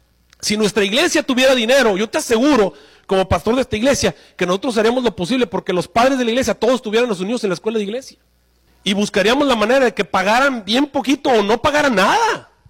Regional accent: Mexico; now in United States; Yo crecí en México.

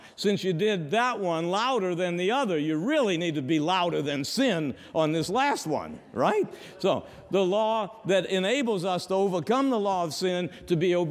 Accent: Louisiana, United States; moved away; When I was a little boy growing up in Louisiana

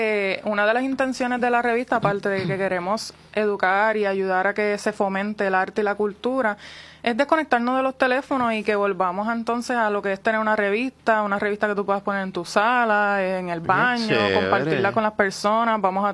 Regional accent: Quebradillas, Puerto Rico; mi pueblo Quebradillas

